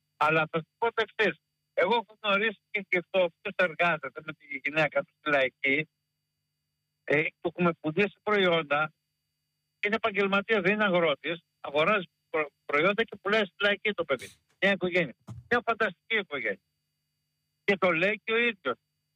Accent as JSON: {"language": "Greek", "town": "Thebes", "region": "Central Greece", "country": "Greece", "tie": "born or raised there", "said": "αλλά μεγάλωσα στη Θήβα."}